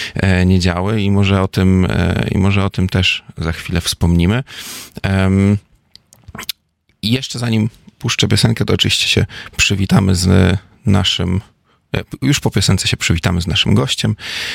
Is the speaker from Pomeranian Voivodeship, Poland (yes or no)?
yes; Gdańsk, Pomeranian Voivodeship, Poland; German is a second language; now in Darmstadt, Germany; Ich komme auch selbst aus Danzig